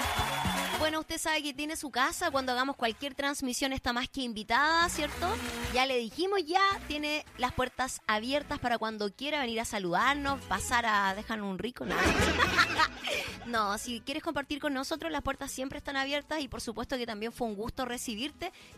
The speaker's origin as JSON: {"language": "Spanish", "town": "Temuco", "region": "Araucanía", "country": "Chile", "tie": "born or raised there", "moved": "yes", "lives_now": "Valdivia, Chile", "said": "A Temuco. Mi ciudad, mi tierra natal, tierra de copihues y araucarias."}